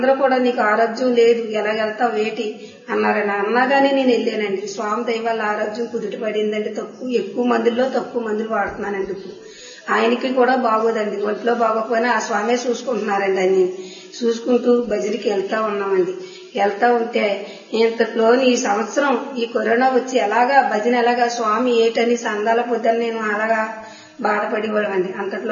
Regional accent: Palamuru, Telangana, India; రమ్మండి, మాది పాలమూరు అండి.

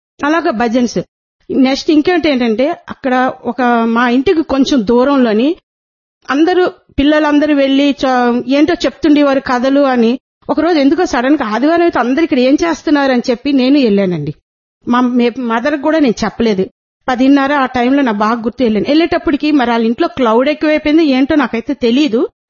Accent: Visakhapatnam, Andhra Pradesh, India; నాది వైజాగ్.

